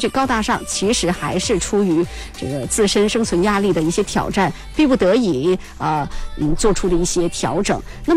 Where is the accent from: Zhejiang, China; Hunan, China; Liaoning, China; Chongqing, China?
Chongqing, China; Jiangjin; 那么我们作为江津人，作为重庆人